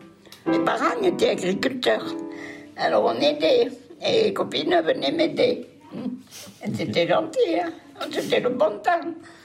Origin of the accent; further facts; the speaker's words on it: Bessette, Occitanie, France; now in Crest, France; Moi, je suis de l'Ariège.